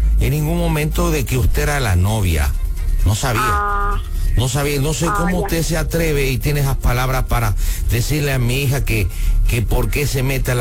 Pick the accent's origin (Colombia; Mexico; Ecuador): Mexico; Bueno, antes que nada, hija, yo vengo de México, ¿verdad?